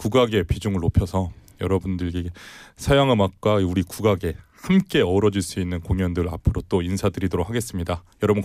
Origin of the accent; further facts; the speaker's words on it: South Korea; 제가 한국 사람인데도 불구하고